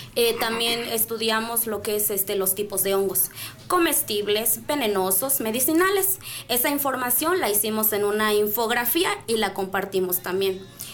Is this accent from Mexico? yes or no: yes; Mexico; first language Nahuatl; Spanish is a second language; nuestro país México. Reflexionamos la importancia de preservar y valorar nuestra lengua materna, nuestra lengua náhuatl